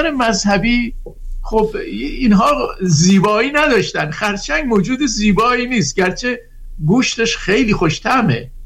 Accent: Khorramshahr, Khuzestan, Iran; ولی من یادم خودم در دوران کودکیم حتی تا بزرگ شدم به بازار ماهی خرمشهر میرفتم مثلا.

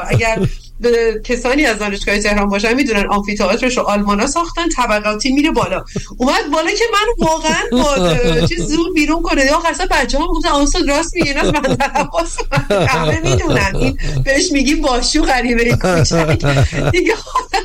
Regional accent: Gilan, Iran

